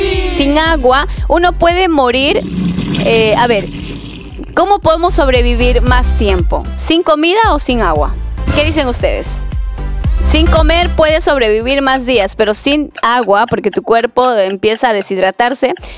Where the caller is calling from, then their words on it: Pampas, Peru; soy de Pampas